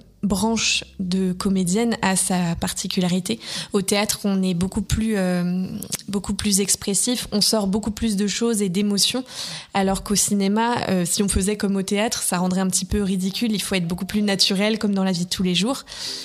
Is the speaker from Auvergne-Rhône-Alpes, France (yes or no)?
no; Troyes, Grand Est, France; j'ai 28 ans, je suis comédienne au théâtre, au cinéma et en doublage. Je suis originaire de Troyes, j'ai toujours vécu ici